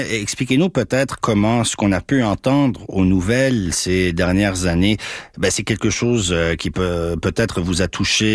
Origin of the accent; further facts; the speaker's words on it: Lebanon; mes origines libanaises. Une fois, j'ai dit à un auditeur que j'ai rencontré, ah oui, d'ailleurs, je suis Libanais.